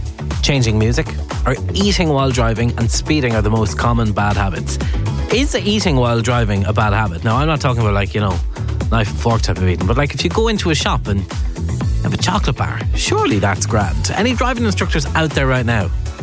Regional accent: Carlow, Leinster, Ireland; Hey, I'm from Carlow.

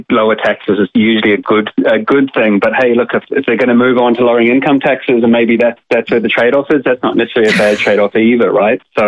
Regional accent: New Zealand; I have three kids for context, and I'm from New Zealand originally. We didn't even have an inheritance tax in New Zealand.

